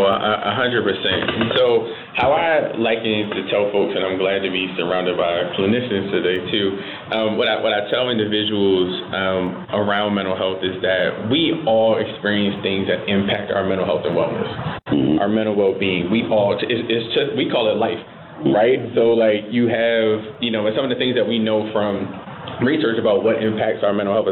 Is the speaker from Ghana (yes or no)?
no; Baltimore, Maryland, United States; I'm here, born and raised in Baltimore.